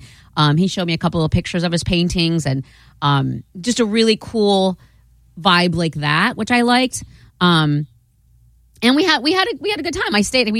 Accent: Florida, United States; I'm from Florida.

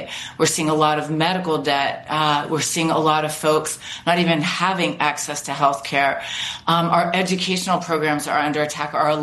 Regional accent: Youngstown, Ohio, United States; I grew up in Youngstown, Ohio, pretty rough childhood.

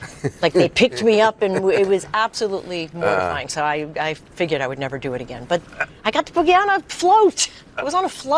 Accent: New York, United States; I grew up on Long Island. My parents were Mets fans.

